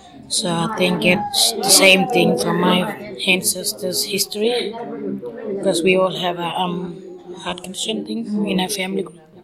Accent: Yalata, South Australia, Australia; also born or lived in Port Augusta; And my grandmother is from here, Port Augusta, from my father's side. But I grew up in Yalata with my grandfather's side, from my father, and also my mum's family.

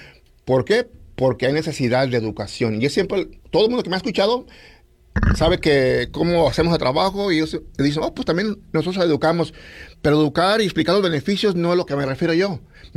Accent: Salinas, California, United States; also born or lived in San Jose, California; now in Kern County, United States; Mis padres viven aquí, ya llevan como unos 25 años o van a acabar 25 años. Ellos vivían, éramos de Salinas originalmente, ahí eran campesinos

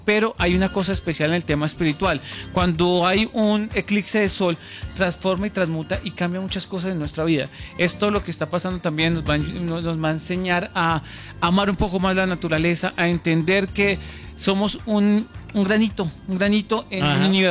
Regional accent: Armenia, Quindío, Colombia; Yo soy de Armenia y tengo familia en Cali, tengo muchos conocidos en varias ciudades

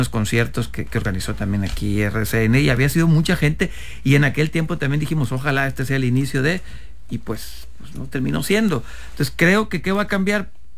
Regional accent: Sinaloa, Mexico

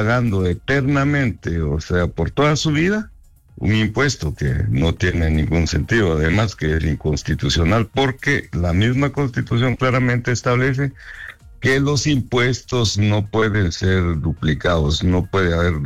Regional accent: Guatemala

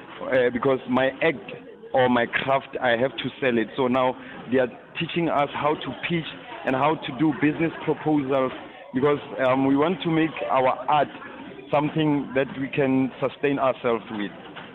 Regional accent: Koster, North West, South Africa; I come from Koster in Rustenburg Northwest, Bojanala District.

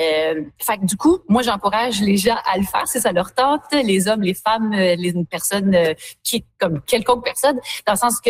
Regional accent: Quebec, Canada; moved away; qui m'a toujours habité finalement depuis que je suis partie du Québec en 2007 à ce moment-là.

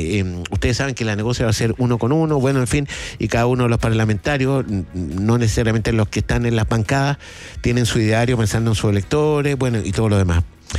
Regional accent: Chile; Somos bravos los chilenos para esto, los terremotos.

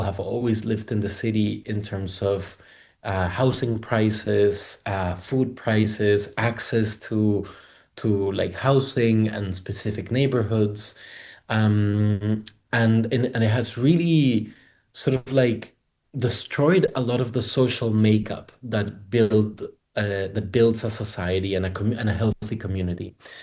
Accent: Colombia; now in Spain; in Colombia, where I'm originally from. I live in Spain, but I'm from Colombia.

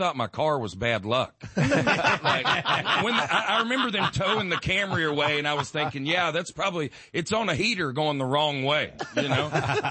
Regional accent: Harvest, Alabama, United States; now in Nashville, United States; I grew up about 12 miles outside of Huntsville, a great little place called Harves

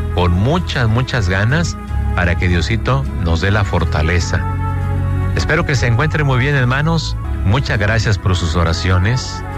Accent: Mexico; Cada quien saca su foto con la Virgen de Guadalupe, porque somos mexicanos, pero también somos guadalupanos.

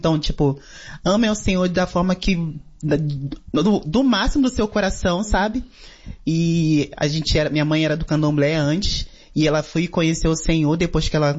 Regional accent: Duque de Caxias, Rio de Janeiro, Brazil; accent: chiado; Mas eu sou lá de Duque de Caxias.

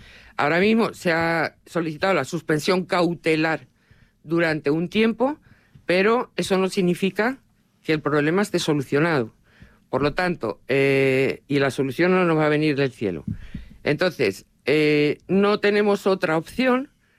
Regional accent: Talavera de la Reina, Castilla-La Mancha, Spain; La entrada de la A5, la entrada que tenemos todos los talaveranos cuando venimos de Madrid normalmente, es por ahí.

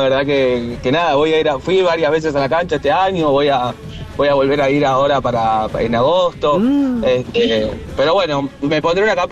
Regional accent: Villa Gobernador Gálvez, Santa Fe, Argentina; now in Buenos Aires, Argentina; Yo no soy rosarino, gracias también por el espacio para decirlo, porque la gente, claro, dice, ah, sos de Central, sos de Rosario. Y no, soy como un caso medio extraño. Vivo en Buenos Aires, tengo familia en Villa Gobernador Gálvez, que compartí muchísimos años de mi infancia

